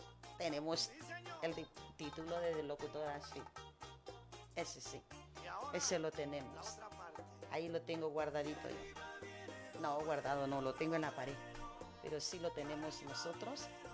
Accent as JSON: {"language": "Spanish", "region": "San Salvador", "country": "El Salvador", "tie": "born there", "also_born_or_lived": "El Limón, Estanzuelas, Usulután", "lives_now": "Mercedes Umaña, El Salvador", "said": "de 8 años me llevaron a mí para, me llevaron allá para San Salvador. Yo allá me crié en San Salvador. Me llevaron desde pequeñita. Pero mi cuna es en ese lugar de El Limón"}